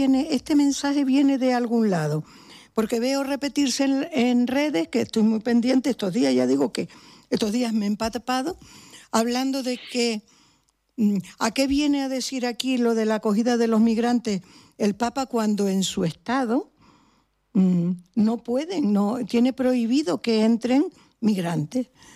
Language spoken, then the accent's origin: Spanish; Santa Cruz de Tenerife, Canary Islands, Spain; born there; el barrio de la Salud donde yo nací